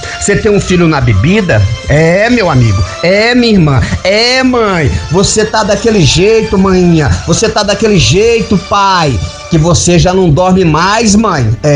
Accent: Northeast Region, Brazil; dá uma doença que na minha terra, na minha região, no Nordeste, a amigo, não me leve a mal. É verdade que no Nordeste nós chamamos de quebrante.

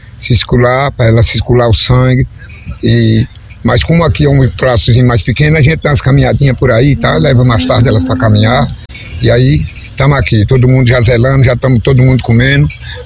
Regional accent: Serra do Ramalho, Bahia, Brazil; lá onde eu moro, que eu sou do lado da 18. Sou da Agrovila 18.

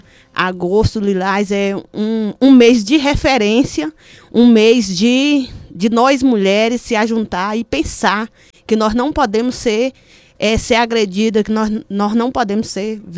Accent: Bahia, Brazil; Eu sou do Quilombo Barra do Parateca.

